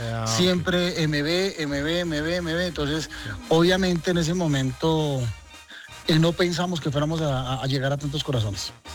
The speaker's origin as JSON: {"language": "Spanish", "region": "Bogotá", "country": "Colombia", "also_born_or_lived": "Cali", "said": "Nosotros somos nacidos en Cali, pero pues somos más de Cundinamarca que de otro sitio, o sea, de Bogotá"}